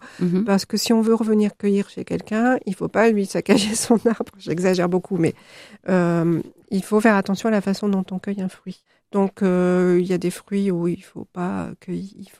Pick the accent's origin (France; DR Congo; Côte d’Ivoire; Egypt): France; La Rochelle, Nouvelle-Aquitaine; now in Eysines, France; je suis de La Rochelle et très attachée.